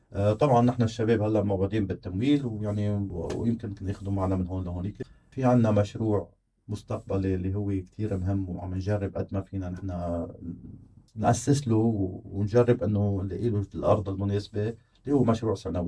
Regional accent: Bhannine, North Governorate, Lebanon; مدخل ضيعتنا

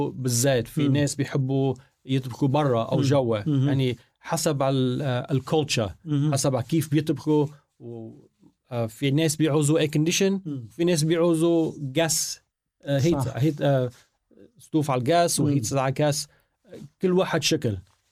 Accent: North Governorate, Lebanon; يعني نعشاش من الشمال.

